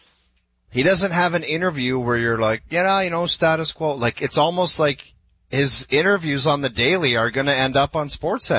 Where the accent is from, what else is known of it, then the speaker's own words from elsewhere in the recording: Canada; we're Canadian hockey fans.